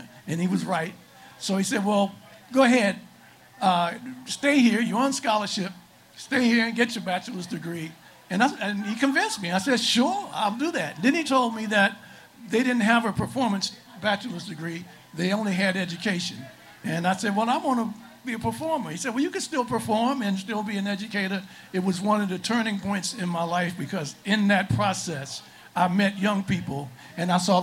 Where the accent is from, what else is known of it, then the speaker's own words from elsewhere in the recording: Washington, District of Columbia, United States; I was born in Washington, D.C., actually at Georgetown Hospital, but my first home was 2410 Hartford Street Southeast. And my father decided that he wanted to move us up to Northwest. But I went from preschool all the way through my master's degree right here in Washington, D.C.